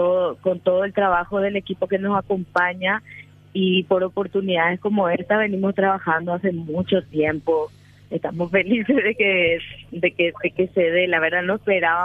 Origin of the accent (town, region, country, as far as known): Paraguay